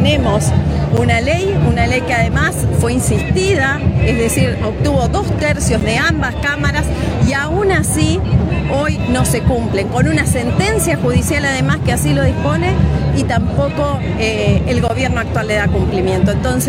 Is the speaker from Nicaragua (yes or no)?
no; Argentina